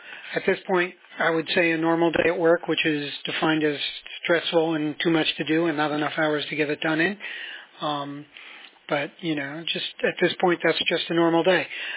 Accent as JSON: {"language": "English", "region": "New York", "country": "United States", "tie": "born or raised there", "said": "I grew up in the Catskills myself, or just at the foothills of the Catskills"}